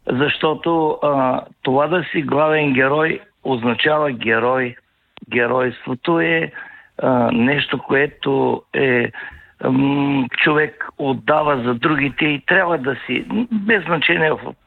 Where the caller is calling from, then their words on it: Silistra, Silistra Province, Bulgaria; от Силистра